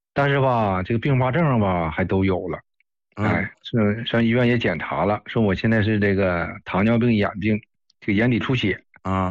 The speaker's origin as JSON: {"language": "Chinese", "town": "Dalian", "region": "Liaoning", "country": "China", "said": "我家是大连的"}